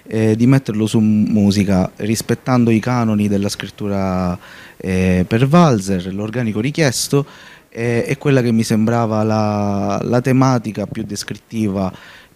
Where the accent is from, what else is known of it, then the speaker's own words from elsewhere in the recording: Sicily, Italy; la mia terra, la terra in cui vivo, la Sicilia